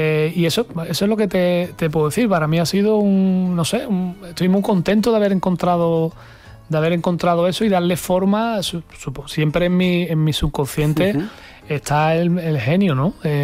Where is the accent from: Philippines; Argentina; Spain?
Spain; Huelva, Andalusia; el genio de mi tierra, de Huelva